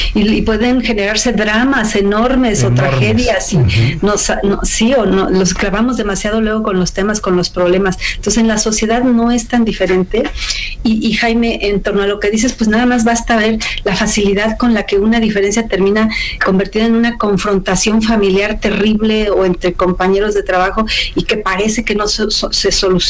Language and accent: Spanish; Mexico